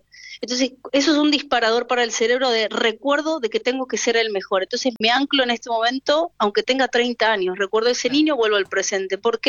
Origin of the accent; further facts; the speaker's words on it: La Plata, Buenos Aires Province, Argentina; Soy platense, de La Plata.